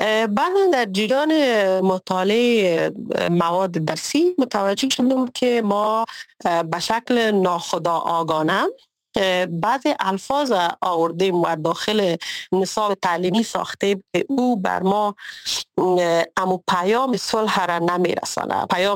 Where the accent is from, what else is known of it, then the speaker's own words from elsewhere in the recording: Kabul, Afghanistan; moved away as an adult; now in Sweden; ما ای اولین بار است که از افغانستان بیرون زندگی میکنم و از زمانی که تولد شدیم در کابل بزرگ شدیم و در کابل زندگی کردیم.